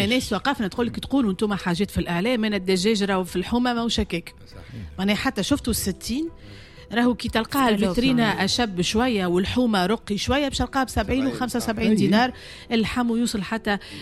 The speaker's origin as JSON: {"language": "Arabic", "country": "Tunisia", "said": "انا كمواطن انا كتونسي"}